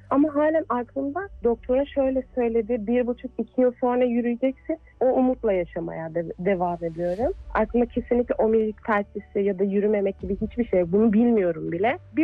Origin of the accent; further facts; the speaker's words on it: İzmir, Turkey; born there; İzmir doğumluyum.